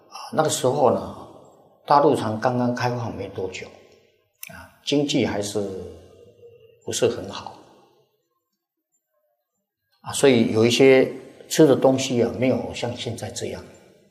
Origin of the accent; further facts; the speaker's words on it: Taiwan; 我们是台湾来的啊，带些钱啊，在这边啊，哎呀，蛮好用的啊。